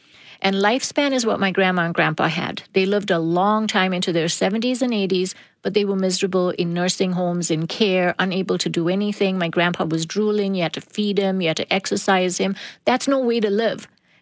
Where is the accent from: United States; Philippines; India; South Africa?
South Africa; moved away as an adult; I'm from South Africa